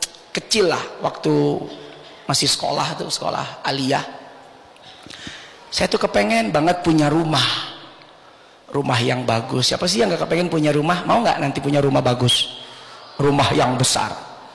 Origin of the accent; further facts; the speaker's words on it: Medan, North Sumatra, Indonesia; saya kan orang Mandailing Natal, orang Medan